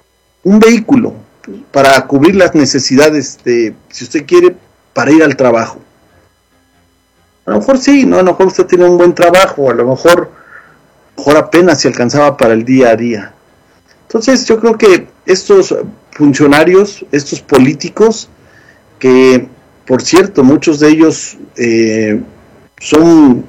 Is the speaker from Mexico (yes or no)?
yes; Mexico; moved away; Yo pues menciono México porque soy mexicano.